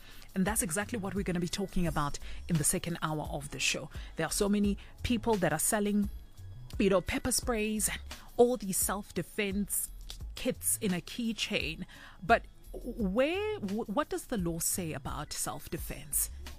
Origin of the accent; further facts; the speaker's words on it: South Africa; As South African women, we are in hell.